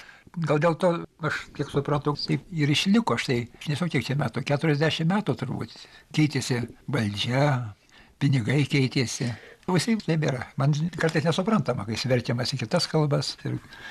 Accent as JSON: {"language": "Lithuanian", "region": "Samogitia", "country": "Lithuania"}